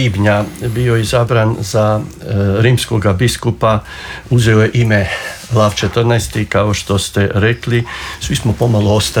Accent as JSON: {"language": "Croatian", "country": "Croatia"}